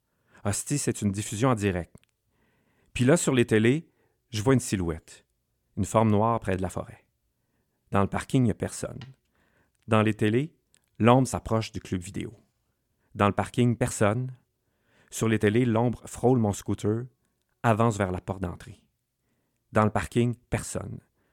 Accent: Alma, Quebec, Canada; c'est ma ville natale, moi aussi, Alma

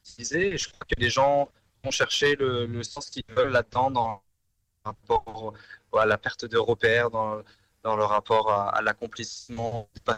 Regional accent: France; moved away as an adult; now in Montreal, Canada; Ouais, ça fait 10 ans que je suis à Montréal, mais étant d'origine française, je me permets de faire ces allers-retours.

